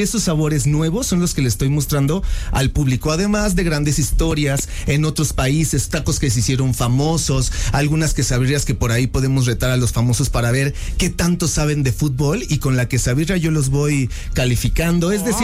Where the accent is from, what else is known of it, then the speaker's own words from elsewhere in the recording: Mexico; Hay un valor que nosotros como mexicanos tenemos que se llama el regateo